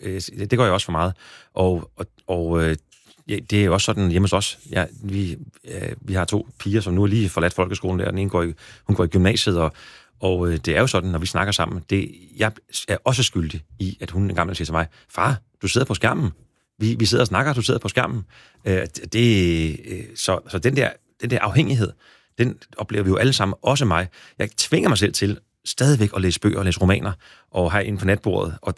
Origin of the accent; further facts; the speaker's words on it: Næstved, Zealand, Denmark; Jamen, jeg var blevet konfirmeret, købte jeg et brugt stereoanlæg der hjemme på Kildemarksvej i Næstved.